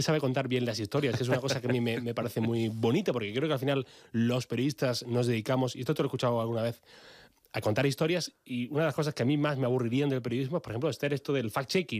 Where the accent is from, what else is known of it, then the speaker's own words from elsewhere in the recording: Granada, Andalusia, Spain; Yo que soy de Granada.